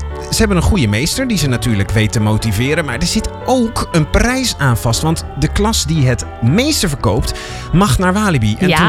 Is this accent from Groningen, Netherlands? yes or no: yes; Groningen, Netherlands; born there; we gaan eerst naar mijn geboortegrond. Namelijk naar Groningen.